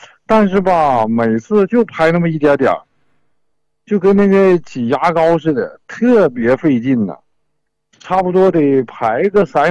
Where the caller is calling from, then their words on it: Anshan, Liaoning, China; 我是鞍山的呀，